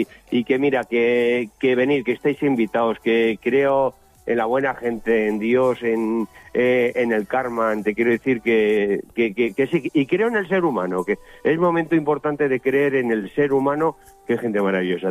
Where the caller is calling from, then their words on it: Pamplona, Navarre, Spain; Un besito desde Pamplona y Iruña, y que estéis invitados a mis fiestas y a mi tierra.